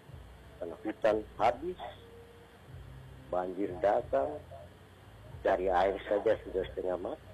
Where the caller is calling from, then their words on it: Central Papua, Indonesia; kami di Yau